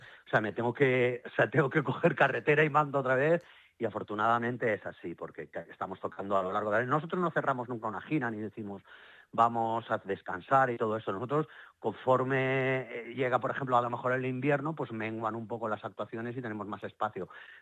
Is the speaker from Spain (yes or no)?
yes; Valencia, Valencian Community, Spain; yo soy valenciano, vivo en Valencia, y me encanta volver a casa